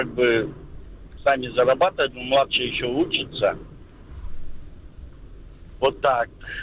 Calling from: Tyumen, Tyumen Oblast, Russia; Я из Тюмени звоню.

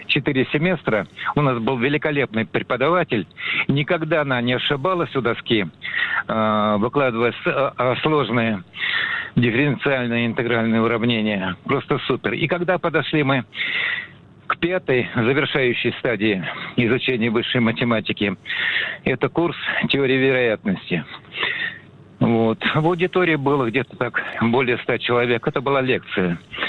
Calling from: Moscow, Russia; Я из Москвы, всем привет.

